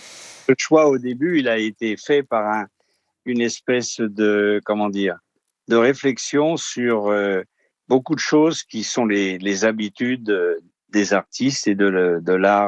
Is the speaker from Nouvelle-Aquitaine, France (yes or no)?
no; Paris, Île-de-France, France; je suis parisien et c'était très difficile à l'époque, c'est-à-dire début des années 60.